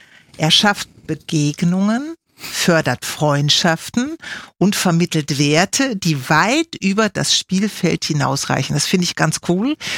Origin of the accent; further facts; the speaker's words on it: Germany; Man hört ja meinem Akzent, dass ich ursprünglich aus Deutschland komme.